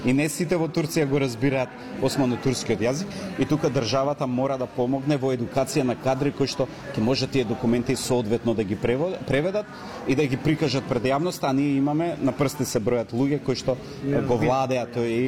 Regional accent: Southwestern, North Macedonia; Јас бидејќи потекнувам од Охридско струшкиот крај, кога ќе пребарувате за историјата на овој крај, ќе најдете фасцинантни документи од економскиот живот, културниот живот, социјалата и така натаму.

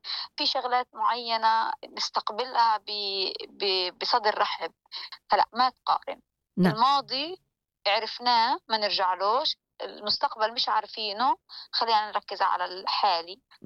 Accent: Gaza, Gaza Strip, Palestine; moved away as an adult; now in Australia; إحنا عندنا في فلسطين

